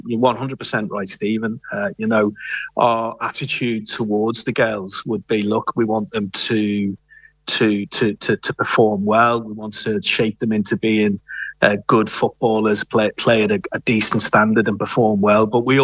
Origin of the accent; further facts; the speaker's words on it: North West England, United Kingdom; moved away; Yeah, well, look, I'm from Merseyside.